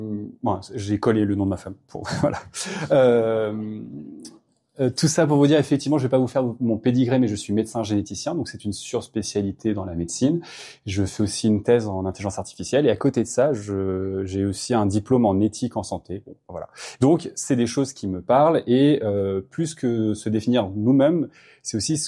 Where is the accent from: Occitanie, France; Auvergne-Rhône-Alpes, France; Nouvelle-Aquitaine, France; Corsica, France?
Nouvelle-Aquitaine, France; Pau; born there; Mon père est né en Moselle, mon grand-père est né en Moselle, d'où tout là-haut les cuissons de la Moselle. Et moi, je suis né à Pau.